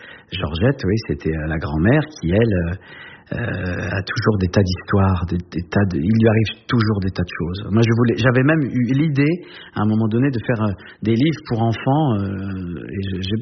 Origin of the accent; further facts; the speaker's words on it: Grand Est, France; also born or lived in Saint-Dizier; j'ai grandi, je suis né en Champagne, à Saint-Dizier, mais c'est le seul endroit en Champagne où on ne fait pas de champagne. Et ensuite, j'ai grandi dans les Vosges, mais c'est la plaine des Vosges